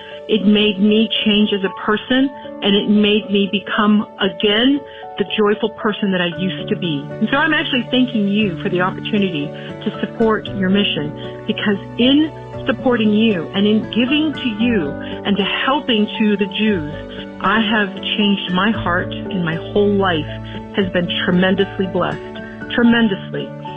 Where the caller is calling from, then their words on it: Houston, Texas, United States; I'm calling from Houston, and I just wanted to share my small testimony.